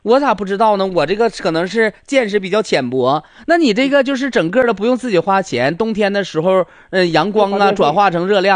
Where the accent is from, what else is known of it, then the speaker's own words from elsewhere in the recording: Heilongjiang, China; moved away; 我家哈尔滨周边的